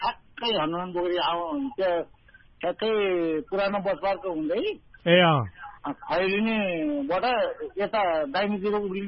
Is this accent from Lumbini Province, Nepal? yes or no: yes; Nepalgunj, Lumbini Province, Nepal; also born or lived in Syangja / Pokhara; now in Bagmara, Nepal; बाल्यकाल नेपालगञ्ज खजुरा बाँकी म मेरो बाल्यकालले जवानी नै हुर्कियो. अहिले यो पेन्टिङ जगतमा म यहाँ पोखरामा बसेको, अमरसिंहमा बसेको पहिला, अहिले चाहिँ म बागमारामा